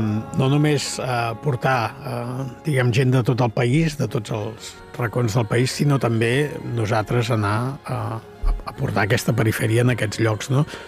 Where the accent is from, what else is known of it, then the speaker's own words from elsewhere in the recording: Catalonia, Spain; Sant Jaume de Frontanyà, la meva comarca